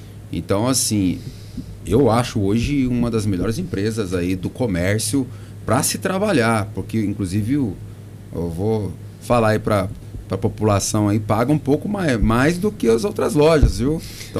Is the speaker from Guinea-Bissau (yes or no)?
no; Minas Gerais, Brazil; accent: mineiro; moved away as an adult; now in São Paulo state, Brazil